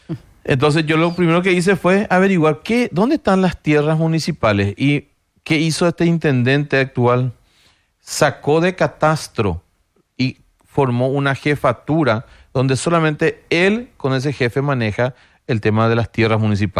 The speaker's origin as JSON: {"language": "Spanish", "town": "Lambaré", "region": "Central", "country": "Paraguay", "said": "Pero nosotros en Lambaré ya ocupamos esa..."}